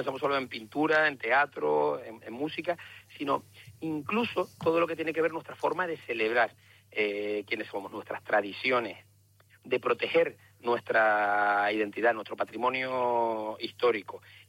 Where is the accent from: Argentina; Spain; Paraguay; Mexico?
Spain; Canary Islands; ¿Cómo somos los canarios?